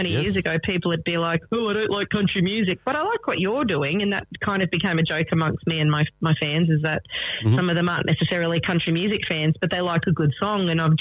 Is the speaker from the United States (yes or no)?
no; Toowoomba, Queensland, Australia; I'm from Toowoomba, Queensland